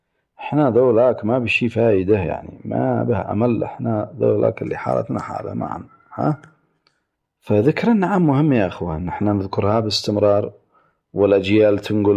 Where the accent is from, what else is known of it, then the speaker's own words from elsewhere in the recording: Yemen; احنا مثلا عندنا في اليمن